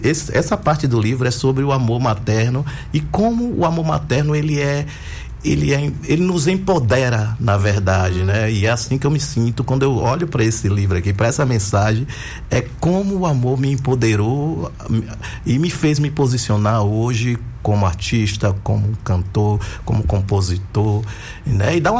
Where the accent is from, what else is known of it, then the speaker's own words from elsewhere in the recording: Feira de Santana, Bahia, Brazil; lá em Feira de Santana, eu sou de um distrito